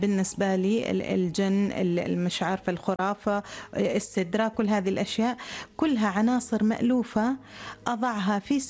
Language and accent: Arabic; Oman; أنا كاتبة عمانية وصوت عماني